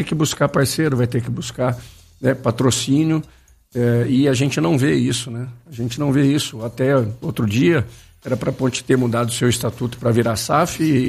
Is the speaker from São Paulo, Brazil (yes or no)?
yes; Campinas, São Paulo, Brazil; Eu sou campineiro, eu vivo futebol de Campinas há mais de 50 anos